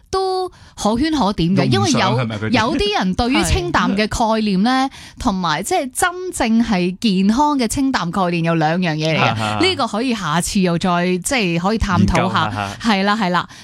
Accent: Hong Kong; 我哋香港人

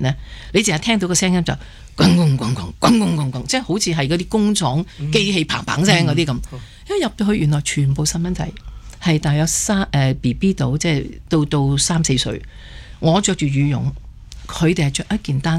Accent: Hong Kong; 我唔係翻美國，我係香港人嚟嘅，

